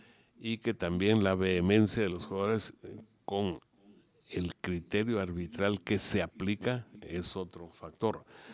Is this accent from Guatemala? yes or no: yes; Guatemala; soy guatemalteco